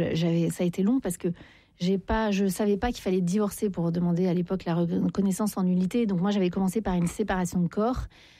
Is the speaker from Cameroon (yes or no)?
no; Paris, Île-de-France, France; Parfois vous savez, moi je suis parisienne, on râle beaucoup, les gens sont pas sympas parfois dans le métro.